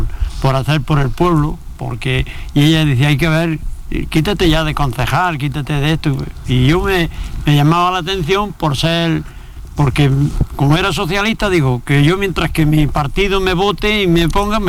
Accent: Chilluévar, Andalusia, Spain; yo me he criado más cerca de Chillueva que de la Iruela, claro, porque me he criado en el campo.

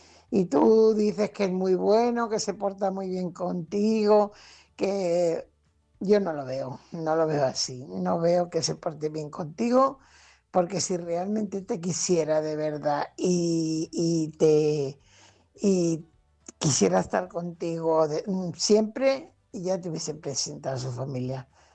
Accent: Lloret de Mar, Catalonia, Spain; Lloret de Mar.

